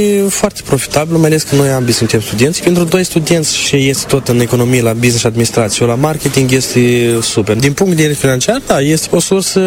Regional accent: Italy; Chiar dacă părinții mei ambii sunt din Republica Moldova și eu sunt din Italia

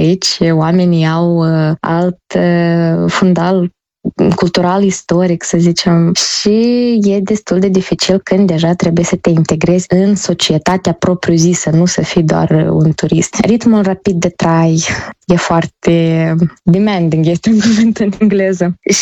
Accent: Moldova; now in South Korea; Deci spun cu mândrie că sunt din Republica Moldova, avem cu ce ne mândri și simt chiar și o responsabilitate enormă fiind printre puținii reprezentanți ai țării noastre aici în Coreea.

